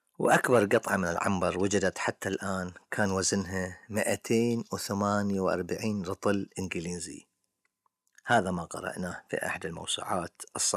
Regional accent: Bahrain; عندنا في البحرين

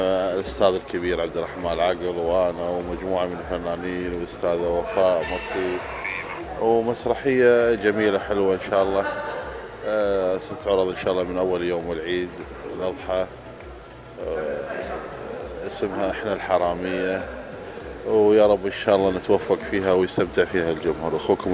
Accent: Bahrain; اليوم أنا بين ديرتي وبين أهلي وبين إخواني في مملكة البحرين

